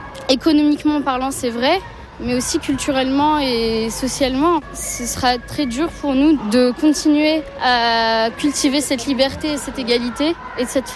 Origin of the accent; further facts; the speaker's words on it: Algeria; j'ai pas le droit à la bourse et je suis algérienne